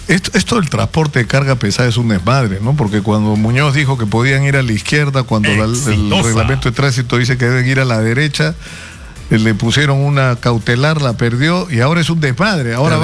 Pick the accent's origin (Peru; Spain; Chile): Peru; los ciudadanos nos comportamos de manera, los conductores peruanos